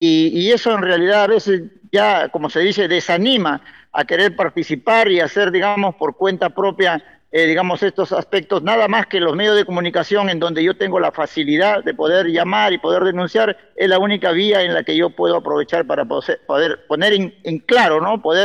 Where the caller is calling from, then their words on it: Olmos, Lambayeque, Peru; mi pueblo de Olmos